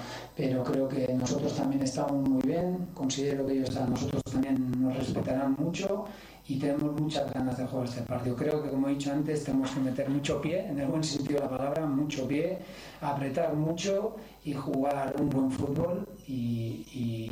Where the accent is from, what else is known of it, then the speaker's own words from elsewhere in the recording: Basque Country, Spain; moved away; por ser vasco, es un partido especial, no lo voy a negar.